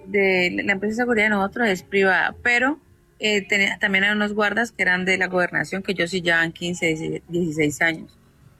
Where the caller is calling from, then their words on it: Yumbo, Valle del Cauca, Colombia; Desde Yumbo